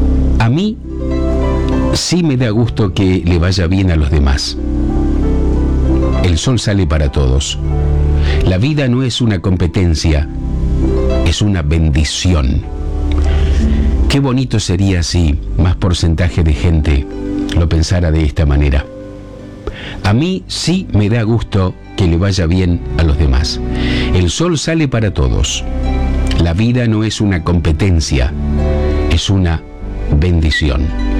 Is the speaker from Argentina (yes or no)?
yes; Arequito, Santa Fe, Argentina; nos ven en Villa Eloísa, Los Molinos, Arequito, mi pueblo, Los Nogales